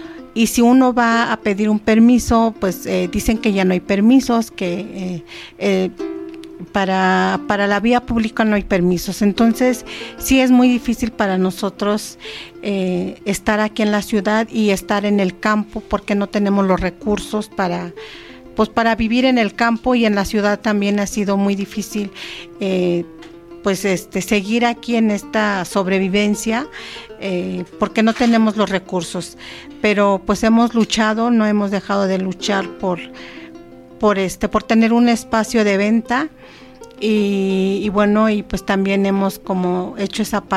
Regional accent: Santiago Mexquititlán, Querétaro, Mexico; mi comunidad y mi pueblo pues es Santiago Mezquititlán, municipio de Amialco, Querétaro, y pues ha sido muy difícil vivir en mi pueblo

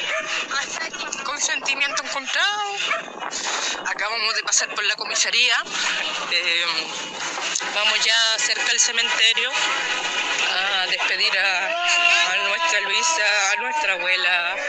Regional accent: Villa Francia, Santiago Metropolitan, Chile; now in Melipilla, Chile; Nací y crié en Villa Francia. Y ahora vivimos en la Clotario Blair Rifo de Melipilla y viajamos para despedirla.

